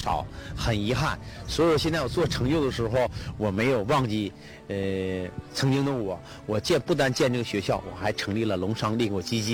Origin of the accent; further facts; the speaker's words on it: Heilongjiang, China; 我们龙江籍大学生